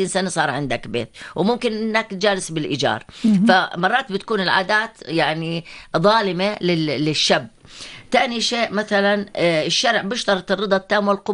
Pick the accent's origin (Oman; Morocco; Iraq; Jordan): Jordan; احنا عندنا بالاردن مثلا في مقدم ومؤخر